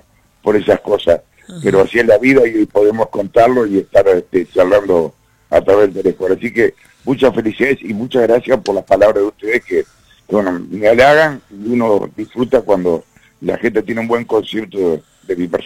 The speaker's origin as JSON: {"language": "Spanish", "country": "Uruguay", "said": "Somos todos uruguayos."}